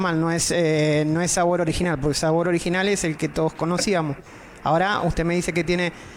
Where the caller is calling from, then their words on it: Marcos Paz, Buenos Aires Province, Argentina; Yo me comunico de Marcos Paz, provincia de Buenos Aires.